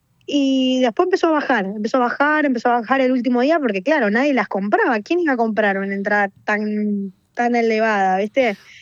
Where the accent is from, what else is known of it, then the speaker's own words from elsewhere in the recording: Rojas, Buenos Aires Province, Argentina; yo soy de Rojas